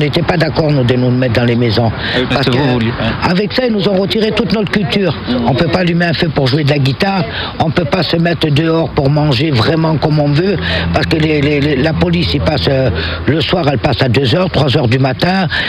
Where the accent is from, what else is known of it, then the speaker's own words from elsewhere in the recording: Manosque, Provence-Alpes-Côte d'Azur, France; born there; Moi je suis né à Manosque, j'ai 67 ans, voilà.